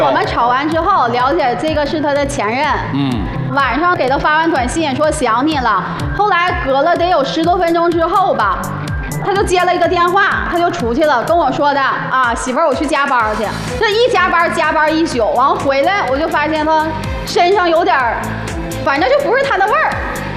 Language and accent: Chinese; Northeast China, China; 因为我们就是东北那边嘛，就是都实行老婆管钱